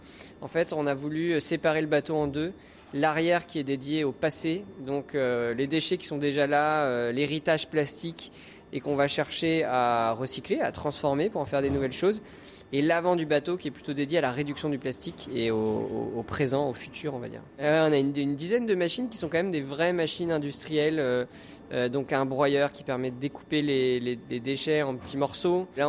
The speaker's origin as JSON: {"language": "French", "country": "France", "said": "chez nous en France"}